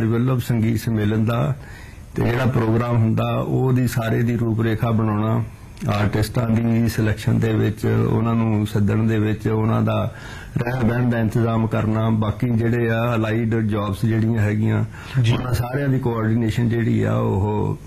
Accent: Punjab, India; moved away as an adult; now in Jalandhar, India; ਸਰਦਾਰ ਭਗਤ ਸਿੰਘ ਵਾਲਾ ਉਹ ਜੀ ਮਹਾਨ ਸ਼ਖਸੀਅਤ ਦਾ ਉਹ ਅਸੀਂ ਬੜੀ ਖੁਸ਼ਕਿਸਮਤ ਆ ਵੀ ਉੱਥੇ ਦੇ ਰਹਿਣ ਵਾਲੇ ਆ

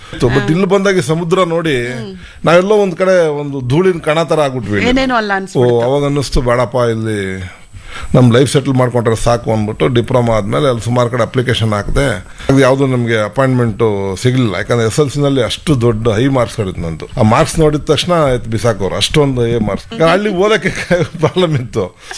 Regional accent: Bengaluru, Karnataka, India; born there; ನಮ್ಮ ಅಕ್ಕ ಬಾವ ನಮ್ಮನ್ನು ಕರ್ಕೊಂಬಂದು ಬೆಂಗಳೂರಲ್ಲಿ ಬೆಳೆಸಿದವರೇನೆ.

